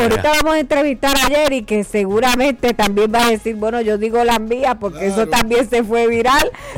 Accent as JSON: {"language": "Spanish", "country": "Puerto Rico", "said": "si algo nos distingue como puertorriqueños es que tenemos nuestro carácter, nuestra sazón, como le decimos aquí"}